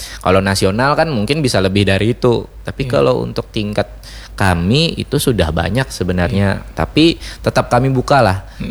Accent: Banjarmasin, South Kalimantan, Indonesia; kita orang Banjarmasin, kita orang Banjar

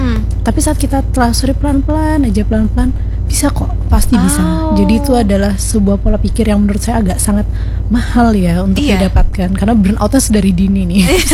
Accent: Banjarbaru, South Kalimantan, Indonesia; also born or lived in Jakarta; Awalnya saya lahir emang di Jakarta. Soalnya bapak ibu saya dari Jakarta, terus karena penempatan tugas jadi dokter tadi di Martapura dan Banjarbaru, jadi dari kecil saya di Banjarbaru sampai sekarang.

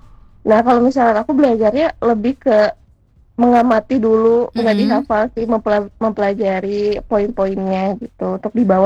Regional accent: Bandung, West Java, Indonesia; aku dari kota Bandung, Kak.

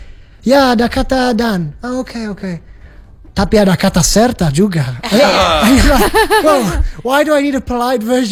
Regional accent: Italy; Yeah, I'm from Italy.

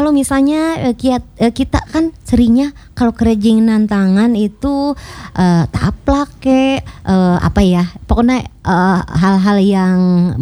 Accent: West Java, Indonesia; Berhubung kita orang Sundanya, Akang.

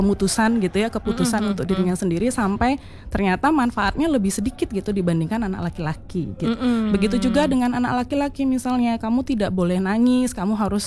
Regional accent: Bali, Indonesia; kita orang Bali

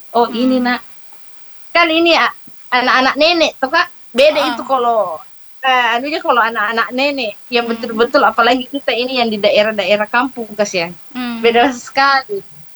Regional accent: South Sulawesi, Indonesia; Khususnya kita adalah orang Sulawesi Selatan yang menjunjung tinggi harga martabat diri

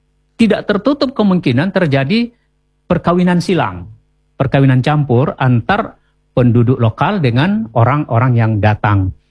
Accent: Barus, North Sumatra, Indonesia; maka orang belakangan ini sering menyebut kami orang Fansur.

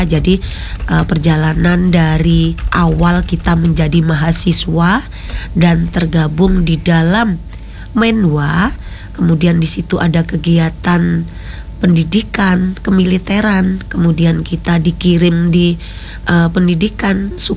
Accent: Yogyakarta, Special Region of Yogyakarta, Indonesia; kita warga Yogyakarta yang notabene kita budaya, kota budaya

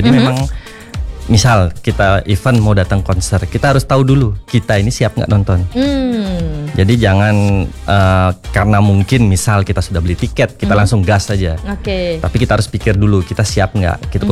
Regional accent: Bali, Indonesia; Kita sebagai orang Bali itu harus bangga

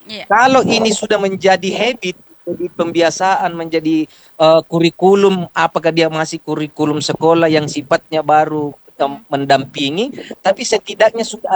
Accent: South Sulawesi, Indonesia; kita ini orang suku Makassar, kita ini orang Makassar, kita ini punya bangsa Makassar, kita punya kelong Mangkasara, kita punya aksara Mangkasara

